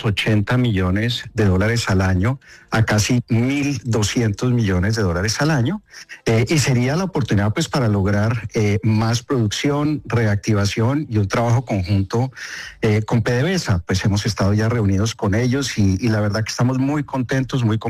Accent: Colombia; Y yo sí creo, como colombiano, que hay una oportunidad muy buena

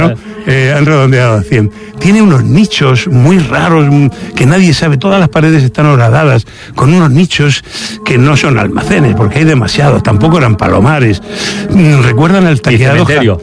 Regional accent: Murcia, Region of Murcia, Spain

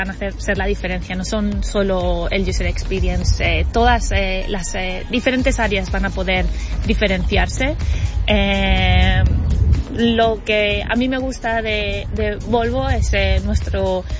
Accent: Barcelona, Catalonia, Spain; now in Sweden; Yo que soy de Barcelona y vivo en Suecia

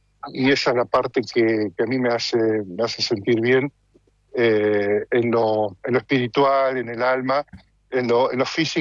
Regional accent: Argentina; now in North Holland, Netherlands; nuestro estilo de vida argentino, pero acá es muy normal. Es muy normal el neerlandés o el holandés. Yo vivo en Holanda.

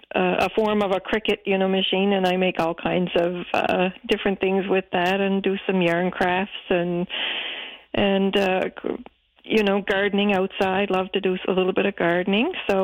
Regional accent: Dominion, Nova Scotia, Canada; moved away as an adult; now in New Waterford, Canada; I grew up in Dominion in the best of times. We had just the best little community. Went to McDonald High School, and it's just a beautiful place to be and a beautiful place to live

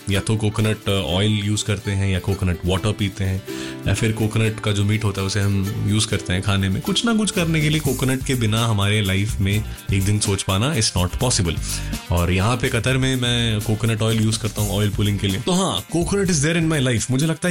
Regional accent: Kerala, India; now in Qatar; मैं केरला से हूं

